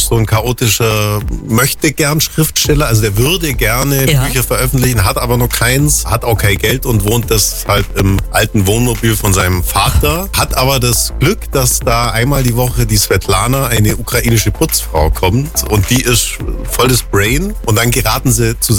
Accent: Altusried, Bavaria, Germany; ich bin in Altus Ried aufgewachsen. Wir haben die Freilichtspiele, wir haben die Theaterkäste, wo ich auch dabei bin.

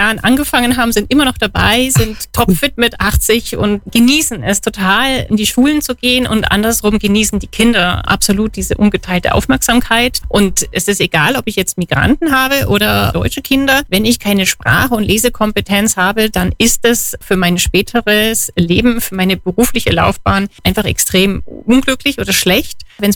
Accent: Memmingen, Bavaria, Germany; dass ich dann mit dem Konzept wieder zurück nach Memmingen gekommen bin, meine Heimatstadt

